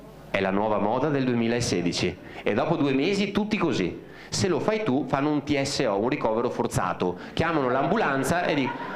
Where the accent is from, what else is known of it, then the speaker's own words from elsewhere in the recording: Veneto, Italy; sono veneto